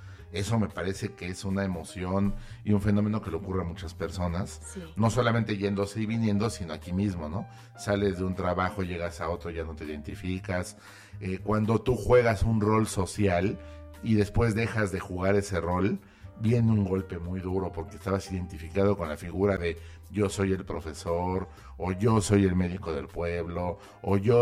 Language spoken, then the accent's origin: Spanish; Mexico; Yo creo que es algo que a todos los mexicanos nos ha pasado siempre.